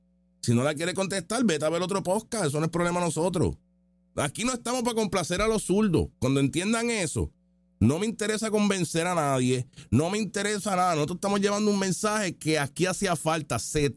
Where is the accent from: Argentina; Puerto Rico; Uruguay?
Puerto Rico